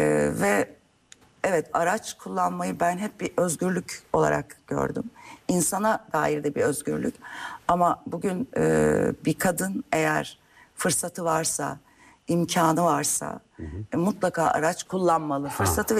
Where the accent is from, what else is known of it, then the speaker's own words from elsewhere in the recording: Lüleburgaz, Kırklareli, Turkey; oranın hafif doğası, bir... insanı, büyüdüğüm yer.